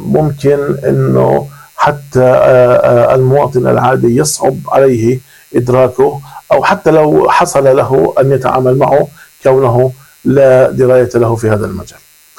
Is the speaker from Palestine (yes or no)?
yes; Palestine; كفلسطينيين